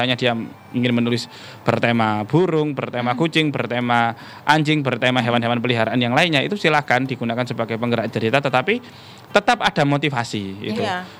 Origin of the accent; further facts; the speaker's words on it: East Java, Indonesia; karena memang saya Jawa Timur kan, asli saya memang Jawa Timur dan saya juga berdomisili di Jawa Timur